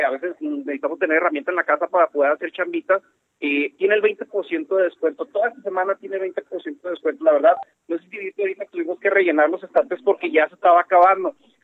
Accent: Camargo, Mexico; el barrio de La Marranera es un barrio en donde crecí yo personalmente, creció mi papá, de ahí somos.

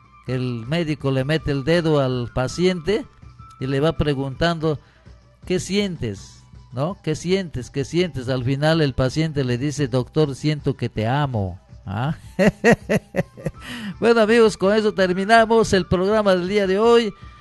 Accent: Peru

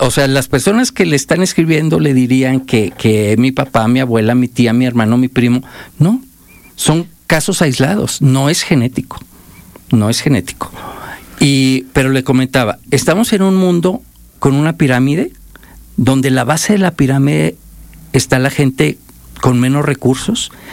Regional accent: Nuevo León, Mexico; Nuevo León tiene mucha industria, de donde yo vengo, ahí en México.

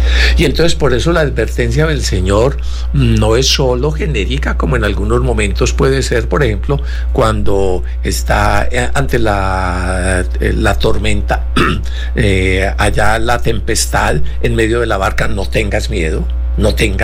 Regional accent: Colombia; also born or lived in Barranquilla; nosotros, como cachacos y como por acá paisas, no conocíamos el fenómeno de los arroyos

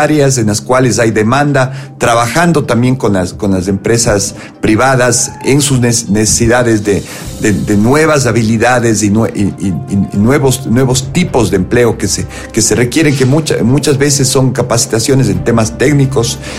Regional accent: Cuenca, Azuay, Ecuador; Yo, como saben todos, soy un cuencano más.

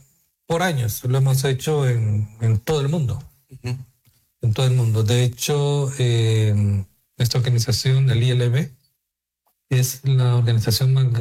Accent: El Salvador; En El Salvador, en mi país, en la Iglesia Bautista Miramonte, un saludo allá.

